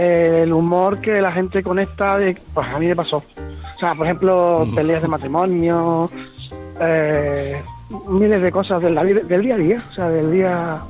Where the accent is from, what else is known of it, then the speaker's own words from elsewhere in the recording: Jerez de la Frontera, Andalusia, Spain; also born or lived in Las Palmas de Gran Canaria; now in Canary Islands, Spain; Yo nací en Las Palmas, Gran Canaria, en la clínica del Pino, el día de Santa Rita. O sea, se puede ser más canario. Lo que pasa es que mi padre era de Cádiz y me crié en Jerez. Pero tengo parte, de hecho mi abuelito es de la Isleta